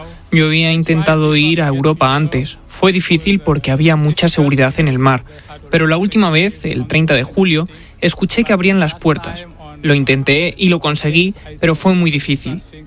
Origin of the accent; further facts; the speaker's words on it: Senegal; moved away as an adult; now in Ceuta, Spain; fue difícil llegar de Senegal a Marruecos y de Marruecos a Ceuta.